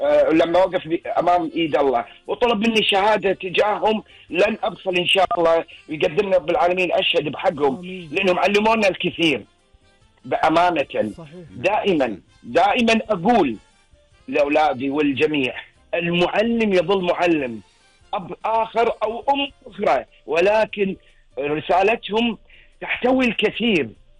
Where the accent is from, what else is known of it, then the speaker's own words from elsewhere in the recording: Kuwait; وعندنا في الكويت يعني خلينا نقول رائدين في مجال التعليم،